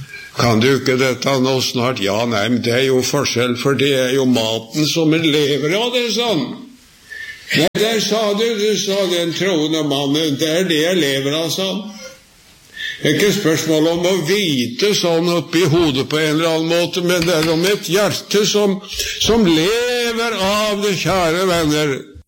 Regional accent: Sarpsborg, Østfold, Norway; hjemme i Sarpsborg, jeg vokste opp der.

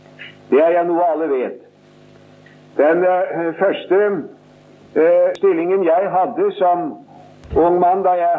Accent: Sarpsborg, Østfold, Norway; Det skulle ha tatt seg ut, som vi sier hjemme i Sarpsborg.

